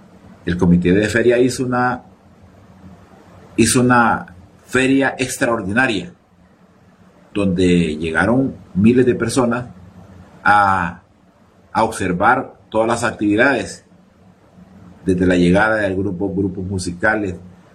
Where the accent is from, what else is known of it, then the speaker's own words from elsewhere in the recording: Sulaco, Yoro, Honduras; y lo digo yo que soy de Sulaco, lo digo yo que he vivido esas experiencias.